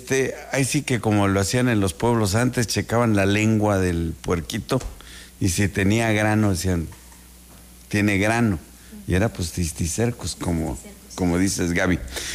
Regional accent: Mexico

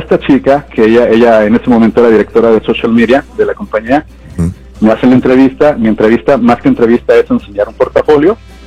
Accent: Reynosa, Tamaulipas, Mexico; O sea, empezó los finales de los 90 en Reynosa, soy de Reynosa.

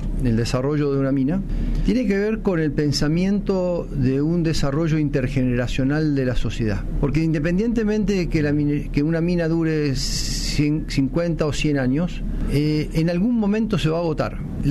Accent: Colombia; moved away as an adult; yo cuando salí de Colombia no sabía de lo que me metía, no tenía ni idea de la minería. Tenía la idea de la minería ilegal en Colombia porque es una tragedia humanitaria muy grande

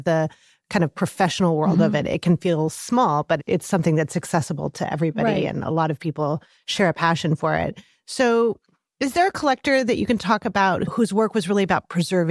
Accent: New Mexico, United States; Yeah, I have to say, I'm from New Mexico. You had a couple of New Mexico stories. I actually grew up near Fort Sumner, which is where the Long Walk ended.

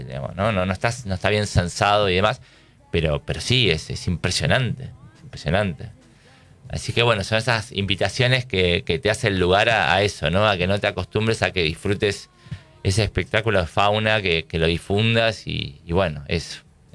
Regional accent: Buenos Aires, Argentina; O bueno, yo me crié en Buenos Aires y el otoño llegaba el 21 de marzo.

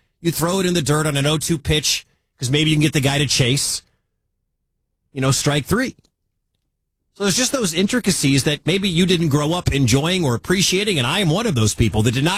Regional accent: Michigan, United States; Well, 9 from Iowa, and I'm from Michigan.

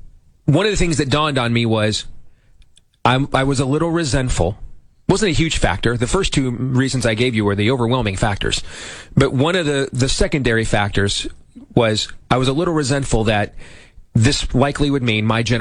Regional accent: Iowa, United States; the platform I had in my home state of Iowa

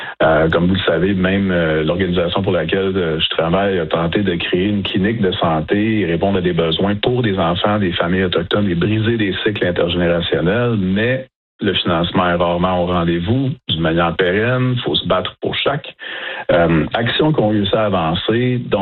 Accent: Kanesatake, Quebec, Canada; je viens de Ganesetagé.

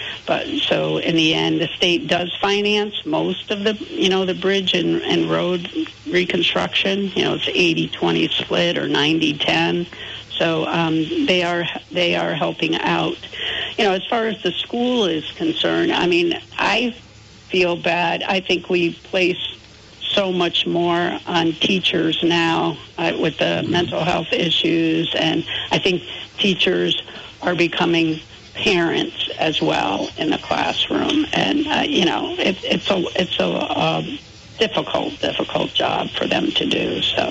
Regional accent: Vermont, United States; so I'm from Rutland County, and Rutland County has 7 high schools in the county

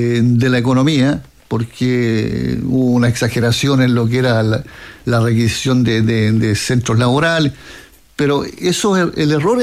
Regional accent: Chile; Yo soy chileno por lo demás, ¿no?

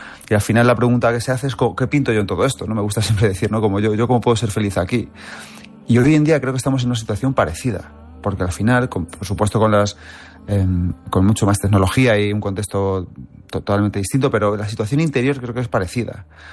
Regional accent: Manzanares, Castilla-La Mancha, Spain; Yo soy un pueblo de Ciudad Real muy chiquitín, de Manzanares. Bueno, no tan chiquitín, somos 15, 18 mil.

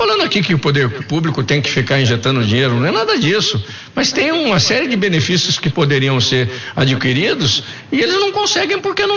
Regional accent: Campinas, São Paulo, Brazil; eu sou de Campinas, pô, terra do Guarani, da Ponte

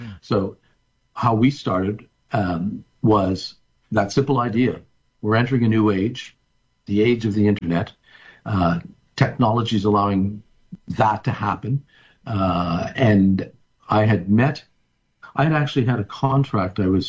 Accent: Quebec, Canada; also born or lived in Plattsburgh; I'm from Southern Quebec, but I grew up, I was born just across the border in Plattsburgh, New York, so I had both citizenships.

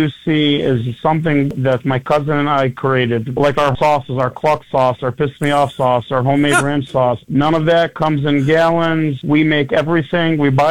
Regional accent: Syracuse, New York, United States; this is my hometown. I grew up in Syracuse.

